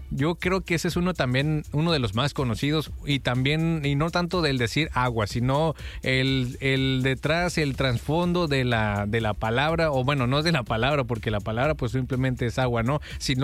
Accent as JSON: {"language": "Spanish", "country": "Mexico", "said": "No, pues todos somos mexicanos, yo también soy mexicano."}